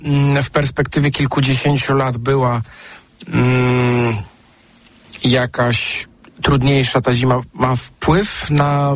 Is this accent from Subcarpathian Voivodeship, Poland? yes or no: no; Sopot, Pomeranian Voivodeship, Poland; Jako sopocianin